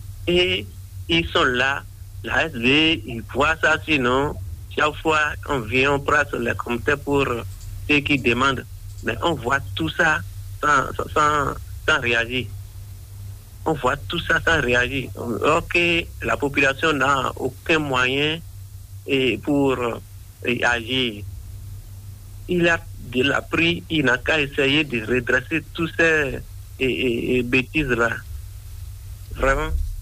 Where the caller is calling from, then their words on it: Avrankou, Ouémé, Benin; Je suis à Vrancourt